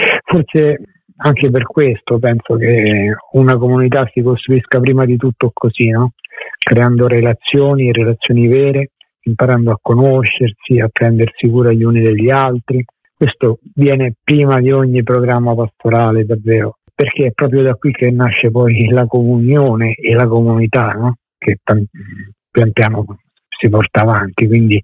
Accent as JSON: {"language": "Italian", "town": "Rome", "region": "Lazio", "country": "Italy", "tie": "born or raised there", "also_born_or_lived": "Milan", "moved": "as an adult", "lives_now": "Arquata del Tronto, Italy", "said": "Io sono nato e cresciuto a Roma"}